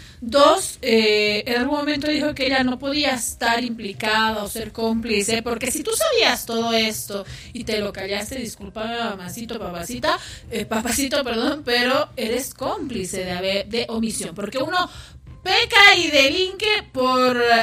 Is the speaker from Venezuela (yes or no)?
no; Bolivia; nos hace como bolivianos entrar en una crisis que creo que no la merecemos